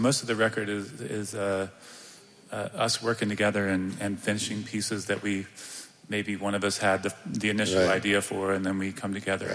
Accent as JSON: {"language": "English", "region": "North Carolina", "country": "United States", "said": "I am just outside of Asheville, North Carolina."}